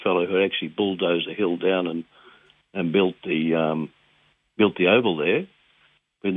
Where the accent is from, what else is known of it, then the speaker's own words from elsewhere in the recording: Sydney, New South Wales, Australia; I grew up in Caseness Street.